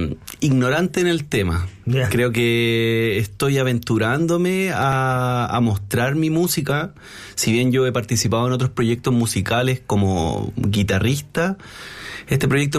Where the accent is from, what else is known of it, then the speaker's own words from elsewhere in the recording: Quillota, Valparaíso, Chile; yo soy de Quillota